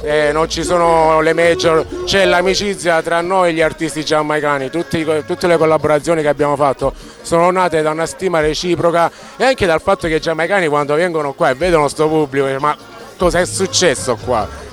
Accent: Apulia, Italy; Siamo salentini e vogliamo far conoscere il nostro Salento al mondo

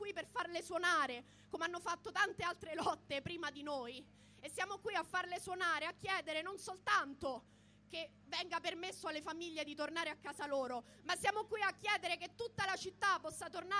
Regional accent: Rome, Lazio, Italy; Come romani, e non solo, veniamo da decenni di disinvestimento nelle politiche abitative.

